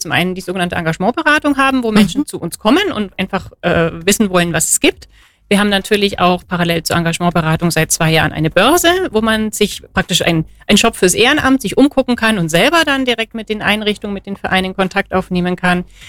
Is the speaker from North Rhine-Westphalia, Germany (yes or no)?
no; Memmingen, Bavaria, Germany; dass ich dann mit dem Konzept wieder zurück nach Memmingen gekommen bin, ja, meine Heimatstadt